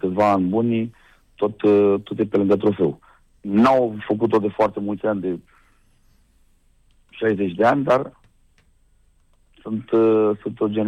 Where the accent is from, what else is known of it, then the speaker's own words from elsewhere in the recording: Romania; noi ca români